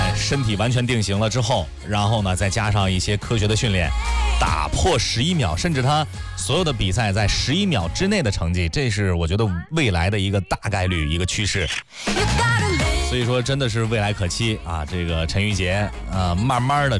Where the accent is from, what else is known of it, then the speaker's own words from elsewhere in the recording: China; 我们中国人